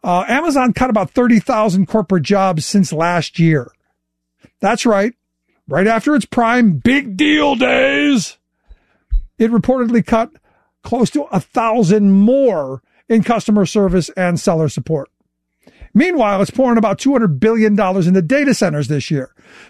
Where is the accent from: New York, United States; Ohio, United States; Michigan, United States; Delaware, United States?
Ohio, United States; Cleveland; Now look, I grew up in Cleveland.